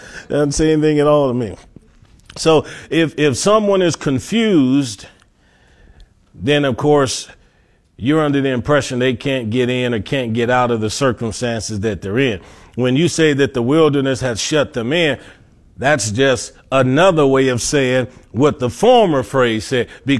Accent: Cleveland, Ohio, United States; moved away as an adult; now in Hebron, United States; growing up in Cleveland

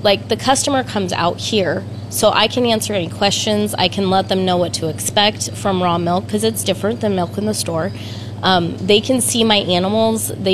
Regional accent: Lincoln, Nebraska, United States; moved away as an adult; now in rural Nebraska, United States; We actually moved out to the country from Lincoln. We're both from Lincoln. And we moved out here in 2014

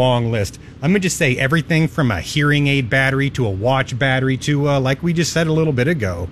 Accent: Holdrege, Nebraska, United States; Yeah, that's correct. I'm actually from Holdridge. Both sides of my family are from there

